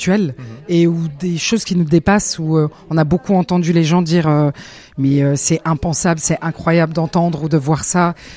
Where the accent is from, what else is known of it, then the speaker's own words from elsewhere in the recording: Belfort, Bourgogne-Franche-Comté, France; also born or lived in Strasbourg; Je suis originaire de Belfort et Strasbourg à la fois.